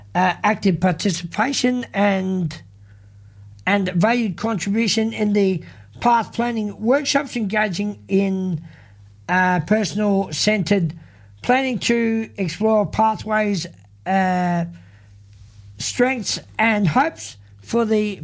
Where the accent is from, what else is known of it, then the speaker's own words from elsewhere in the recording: Alice Springs, Northern Territory, Australia; we are Australian, we call Australia home, and that's Alice Springs is home here in Australia.